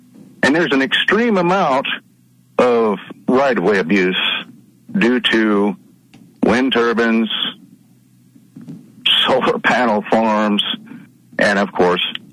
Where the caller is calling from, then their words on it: Indiana, United States; from Indiana again.